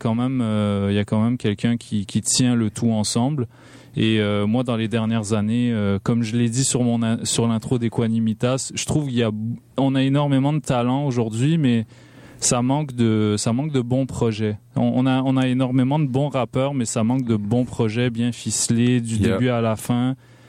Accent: Montreal, Quebec, Canada; j'ai grandi à Ville-Saint-Laurent.

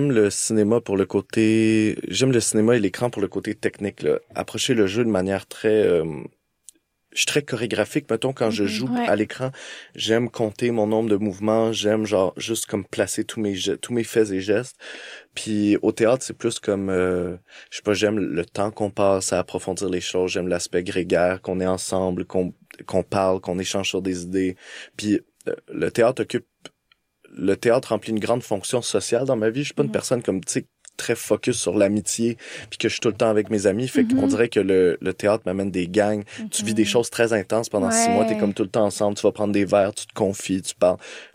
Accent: Montreal, Quebec, Canada; je viens de l'île des Sœurs, j'ai un milieu bourgeois

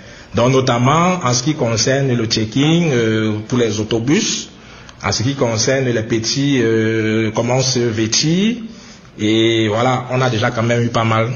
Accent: Liège, Wallonia, Belgium; moved away as an adult; now in Winnipeg, Canada; moi je viens de la Belgique, à Liège. Donc parmi les critères de sélection pour venir m'installer à Winnipeg, j'ai vu des similarités avec Liège.

